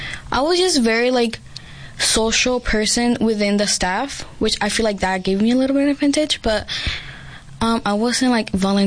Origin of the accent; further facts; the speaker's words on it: Yuma, Arizona, United States; born there; also born or lived in California; And then I moved to Yuma, like my fifth grade year.